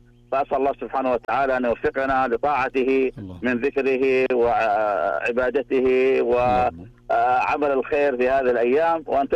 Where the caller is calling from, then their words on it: Al-Zubaydah, Jazan Province, Saudi Arabia; لا أنا من جازان محافظة أبو عريش قرية الزبيدة